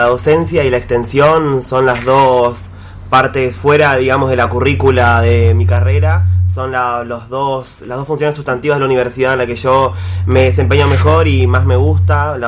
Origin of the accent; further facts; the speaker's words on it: Santa Fe, Argentina; también soy de Santa Fe.